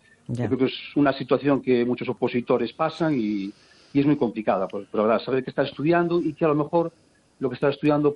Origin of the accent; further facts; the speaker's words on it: Lugo, Galicia, Spain; born there; Sí, yo nací en Lugo, sí, sí.